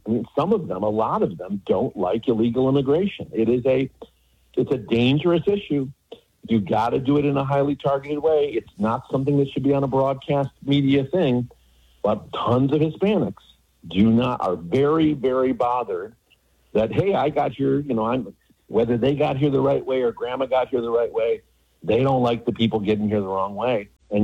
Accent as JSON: {"language": "English", "town": "Detroit", "region": "Michigan", "country": "United States", "tie": "born or raised there"}